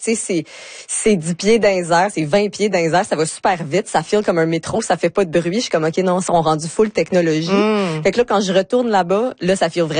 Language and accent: French; Deux-Montagnes, Quebec, Canada; Mais en fait, quand je dis que je viens de Deux-Montagnes, tout le monde me demande, me font des blagues sur les Deux-Montagnes de Deux-Montagnes.